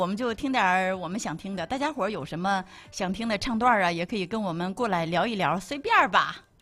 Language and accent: Chinese; Hebei, China; now in Northeast China; 我作为一个河北人，我都觉得它不像个话，真不像个话。我好不容易从河北逃出来了